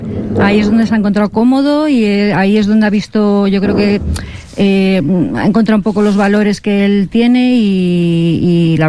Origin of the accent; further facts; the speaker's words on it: Oviedo, Asturias, Spain; No, yo soy de Oviedo.